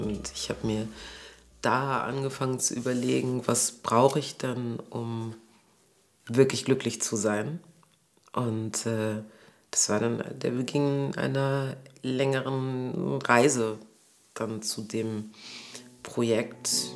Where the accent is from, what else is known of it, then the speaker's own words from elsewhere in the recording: Essen, North Rhine-Westphalia, Germany; born there; Also ich bin ja 1983 in Essen geboren. Meine Mama ist Kongolesin, mein Papa ist Sudanese.